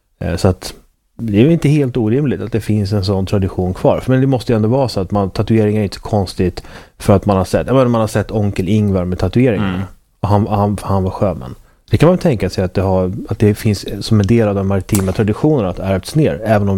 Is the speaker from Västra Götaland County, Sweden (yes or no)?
no; Uppsala, Uppsala County, Sweden; Där jag kommer ifrån så är tatueringar, förutom då om man har en onkel som har varit till sjöss, så är tatueringar totalt oacceptabelt.